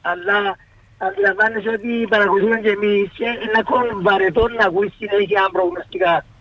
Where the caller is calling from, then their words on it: Famagusta, Famagusta District, Cyprus; και είμαι από τη Μαρωσίνη